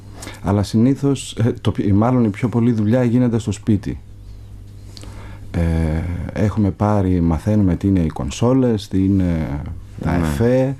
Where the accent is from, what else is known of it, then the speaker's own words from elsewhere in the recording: Greece; moved away as an adult; also born or lived in Paris; εκεί συνειδητοποιώ το ότι είμαι Έλληνας